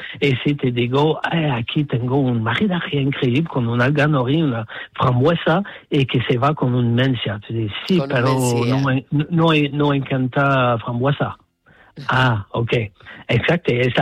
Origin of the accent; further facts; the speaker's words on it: Canada; Spanish is a second language; moved away as an adult; now in Barcelona, Spain; No soy de Tenerife, de Canadá. Vivo en Barcelona después de 10 años